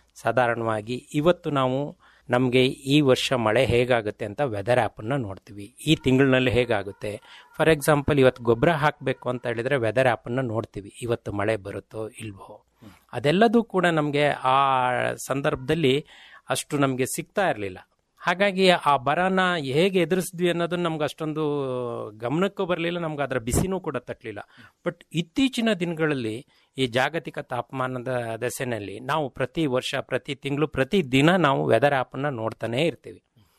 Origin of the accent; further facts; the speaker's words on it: Kanahalli, Karnataka, India; ನಮಗೆ ಇಲ್ಲಿ ಬೇಲೂರು ತಾಲೂಕು ಅರಳಿ ಹೋಬಳಿ ಕಾನಹಳ್ಳಿನಲ್ಲಿ ನಮ್ಮ ಊರು.